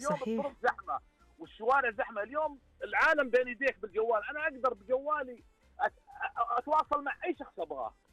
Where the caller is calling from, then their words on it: Riyadh, Riyadh Province, Saudi Arabia; انا اكلمك من الرياض